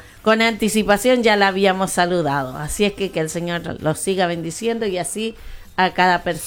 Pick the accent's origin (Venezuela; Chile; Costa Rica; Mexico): Chile; Puerto Cisne, Aysén; Nos criamos juntas en Puerto Cisne, en la Anita Matamala.